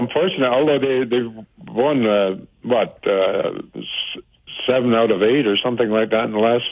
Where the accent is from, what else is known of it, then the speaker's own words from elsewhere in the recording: Canada; also born or lived in England; I was born in England, played soccer, came to Canada at age 9 in 1948, so that I can tell you how old I am.